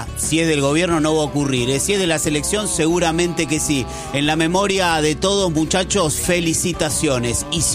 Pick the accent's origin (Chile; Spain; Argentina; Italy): Argentina; Claro que somos argentinos